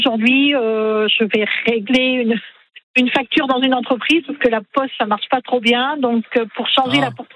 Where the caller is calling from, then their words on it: Brittany, France; Je suis bretonne